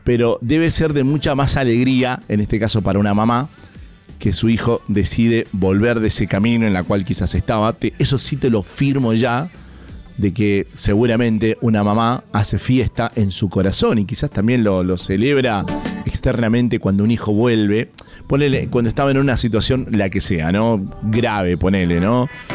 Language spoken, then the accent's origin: Spanish; Mendoza, Argentina; nosotros como mendocinos